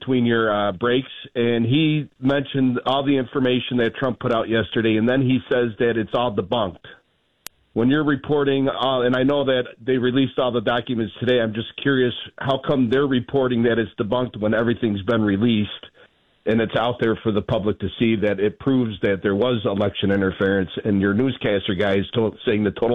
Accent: Chicago, Illinois, United States; now in Camden, United States; We're in the western part, Camden. It's a very small town. I'm originally from Chicago, so it was a big, big change for me, but I'm glad we did it.

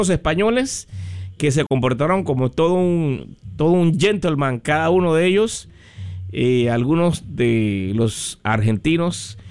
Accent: Panama; Porque soy panameño.

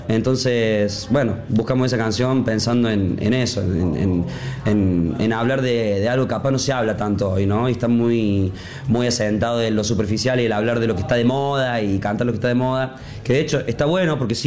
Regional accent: Córdoba, Argentina; como cordobés, me quedo con la versión cuarteto.

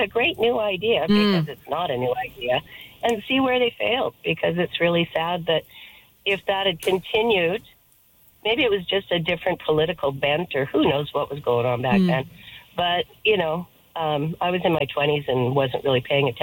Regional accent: Vancouver, British Columbia, Canada; now in Victoria, Canada; Vancouver's my hometown, although I live in Victoria now.

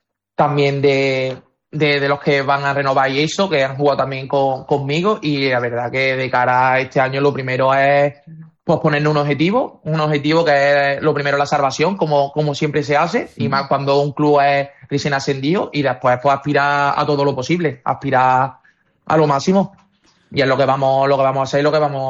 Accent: Córdoba, Andalusia, Spain; also born or lived in Rota; now in Jerez, Spain; yo nací en Rota, pero que mi familia, mis amigos, todo el mundo es de Córdoba y vamos, que soy cordobés.

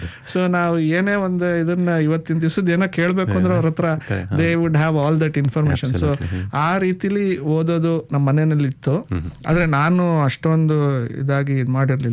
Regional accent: Tumakuru, Karnataka, India; also born or lived in Bengaluru; ನಾನು ಮೂಲತಃ ಬೆಂಗಳೂರಲ್ಲಿ ಹುಟ್ಟಿದ್ದು, ಆಮೇಲೆ ನನ್ನ ಓದು ಮತ್ತು ನನ್ನ ಬೆಳವಣಿಗೆ ಎಲ್ಲ ತುಮಕೂರಲ್ಲಿ ನಡೀತು.

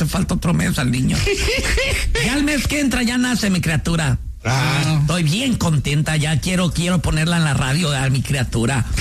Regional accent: Mexico; Pero como buenos mexicanos, yo no sé si buenos mexicanos o es parte de la cultura latina que decimos

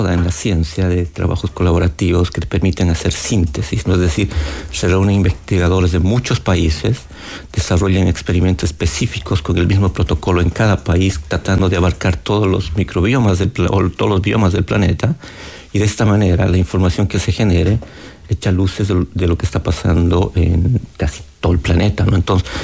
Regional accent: Bolivia; moved away as an adult; now in Chile; Yo soy de Bolivia, llegué hace casi 20 años acá al doctorado de la Universidad Católica.

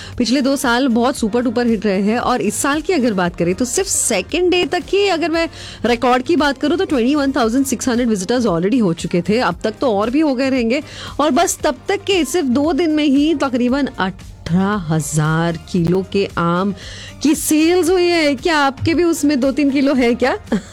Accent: Mumbai, Maharashtra, India; now in Qatar; मैं मुंबई से हूँ ना

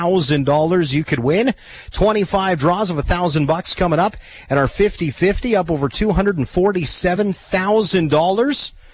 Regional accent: Drinkwater, Saskatchewan, Canada; You know, it doesn't take long to ask somebody, hey, where are you from? For me, it's Drinkwater.

